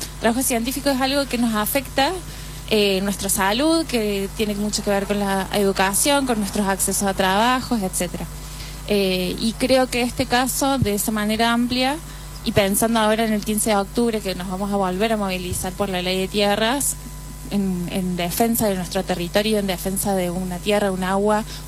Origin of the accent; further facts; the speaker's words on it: Córdoba, Argentina; yo soy acá de Córdoba